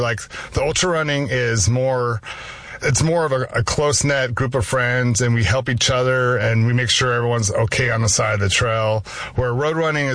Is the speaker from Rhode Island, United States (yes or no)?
no; California, United States; I grew up a farmer in California, and you know, I worked 17-hour days in the fields. I loved it, and so I'm always like a country boy at heart